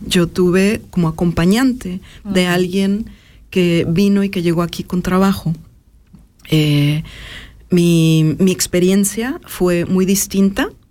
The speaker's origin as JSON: {"language": "Spanish", "region": "northern Mexico", "country": "Mexico", "tie": "born or raised there", "also_born_or_lived": "United States", "moved": "as an adult", "lives_now": "Europe", "said": "Soy mexicana, soy de la frontera norte de México, frontera con Texas, una frontera que para las personas de Latinoamérica es también la frontera entre el sur global y el norte. Es una frontera bastante compleja"}